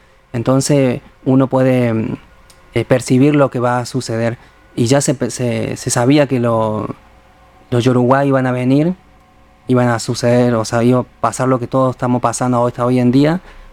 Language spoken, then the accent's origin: Spanish; Caá Catí, Corrientes, Argentina; born there; now in Alta Gracia, Argentina; en mi pueblo mismo, Cacatí.